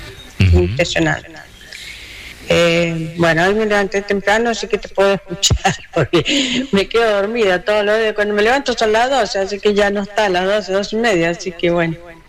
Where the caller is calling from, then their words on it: General Alvear, Mendoza, Argentina; Soy la receta de General Alvear Mendoza.